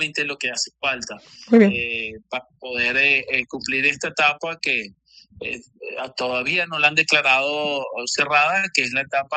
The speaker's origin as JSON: {"language": "Spanish", "country": "Venezuela", "said": "Como venezolano, una gran irresponsabilidad."}